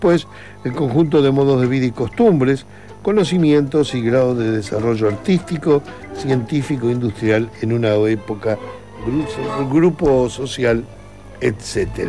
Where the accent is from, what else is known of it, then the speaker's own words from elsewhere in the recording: Uruguay; born there; yo nací en un país del primer mundo y me decían, pero tú no sos uruguayo, pelado. Sí, soy uruguayo, claro. Pero yo nací en el año 46.